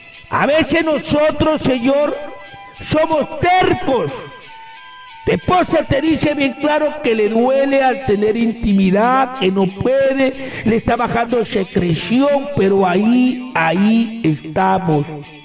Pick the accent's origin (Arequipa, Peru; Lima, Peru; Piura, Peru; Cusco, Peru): Piura, Peru; Huancabamba; ha sido al mismo Piura y hasta el mismo Laguna El Rey en Huancabamba, mi tierra.